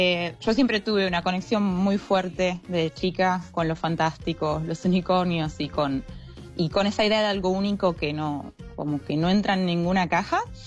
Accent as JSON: {"language": "Spanish", "country": "Argentina", "tie": "born or raised there", "moved": "as an adult", "lives_now": "Australia", "said": "Yo soy originalmente de Argentina y bueno, de haber nacido y crecido ahí, construir una nueva vida en otra tierra que es Australia"}